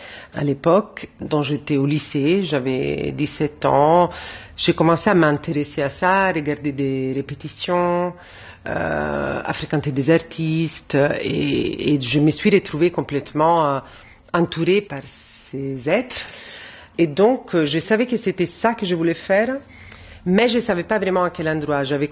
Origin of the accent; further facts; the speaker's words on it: Rome, Lazio, Italy; French is a second language; moved away; Moi, j'ai grandi à Rome. Et j'étais adolescente, disons, dans les années 90.